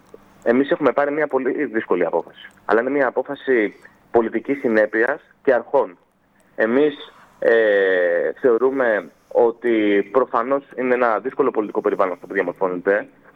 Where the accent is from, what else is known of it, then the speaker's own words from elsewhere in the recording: Rhodes, South Aegean, Greece; και εγώ κατάγομαι από τη Ρόδο